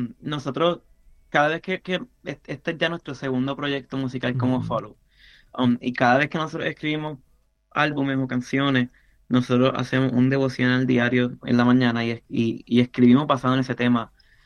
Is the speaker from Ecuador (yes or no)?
no; Puerto Rico; soy puertorriqueño y me gustan los ritmos